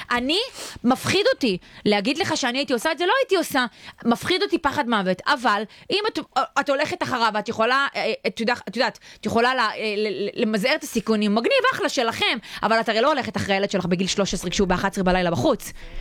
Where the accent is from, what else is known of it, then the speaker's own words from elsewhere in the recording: Kfar Tavor, Northern District, Israel; אני גדלתי במושב